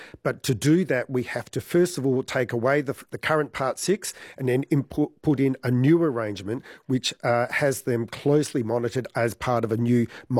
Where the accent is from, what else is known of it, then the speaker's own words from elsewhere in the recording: Western Australia, Australia; I grew up in Western Australia, and the treatment of our Jarrah forests, particularly in relation to bauxite mining, was always something which concerned us as a community.